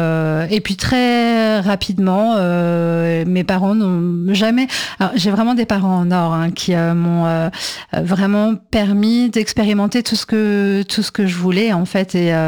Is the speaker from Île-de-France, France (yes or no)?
yes; Poissy, Île-de-France, France; born there; je suis née dans les Yvelines, à Poissy, donc en région parisienne, et dans une famille avec un papa cheminot et une maman qui travaillait à la sécurité sociale, une sœur